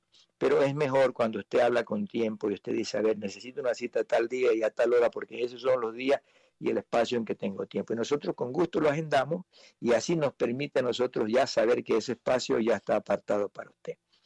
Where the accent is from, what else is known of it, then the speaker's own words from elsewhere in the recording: Ecuador; Y por supuesto, pues como ecuatoriano siempre estoy pensando que mi selección debería ganar.